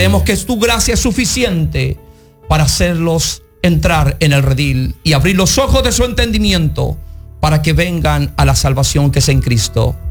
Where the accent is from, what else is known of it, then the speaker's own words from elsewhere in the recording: Chile; born there; humanamente nacimos en Chile, en la bella República de Chile